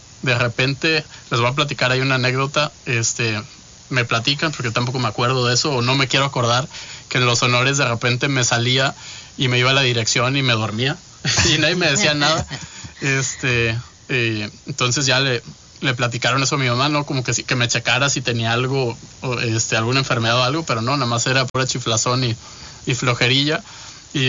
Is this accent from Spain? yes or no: no; Ciudad Victoria, Tamaulipas, Mexico; born there; orgullosamente soy nacido aquí en Victoria. Mi familia también, mi padre, mi madre, nacidos aquí en Ciudad Victoria.